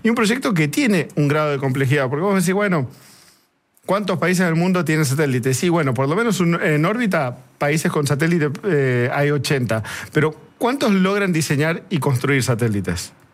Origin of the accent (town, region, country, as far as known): Argentina